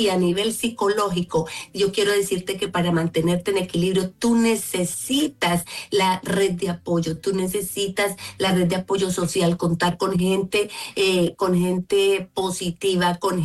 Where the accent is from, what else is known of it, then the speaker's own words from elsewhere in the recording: Colombia; Bueno, yo soy de Colombia.